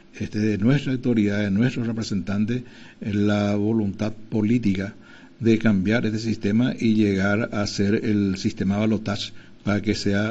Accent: Paraguay

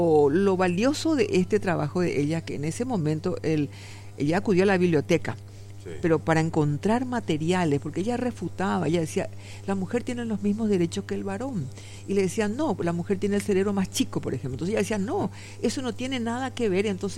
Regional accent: Paraguay

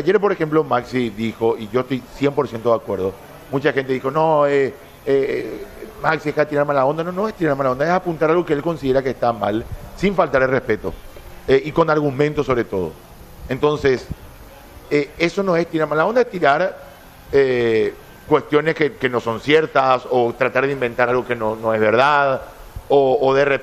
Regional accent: Paraguay; Claro que somos hinchas de la selección porque somos paraguayos

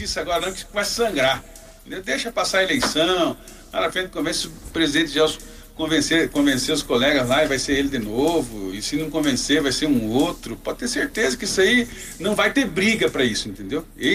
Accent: Brazil; nós somos brasileiros

